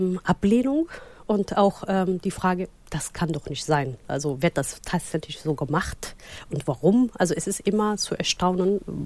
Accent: Somalia; Also in meinem Heimatland Somalia ist seit 91 Bürgerkrieg und es können nur, Schule ist privat, also $20 im Monat.

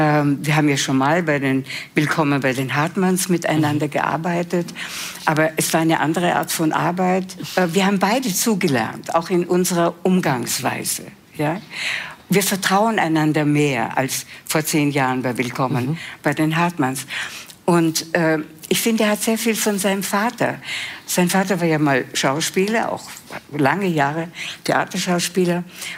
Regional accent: Vienna, Austria; Ich bin ja Wienerin

